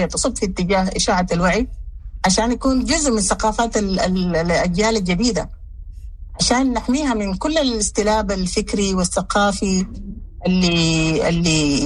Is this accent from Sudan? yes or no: yes; Western Sudan, Sudan; moved away; أنا مثلا عشت طفولتي في غرب السودان، أنا من الشمال عشت كل طفولتي في غرب السودان، عشان كده بتغنى بكل إيقاعات الكردفانية